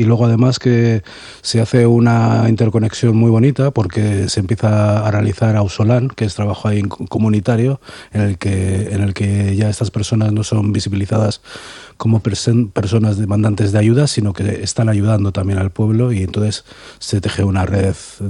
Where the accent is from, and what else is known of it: Valle de Trápaga-Trapagaran, Basque Country, Spain